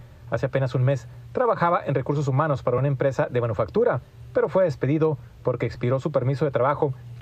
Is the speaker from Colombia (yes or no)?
yes; Colombia; now in United States; Colombia.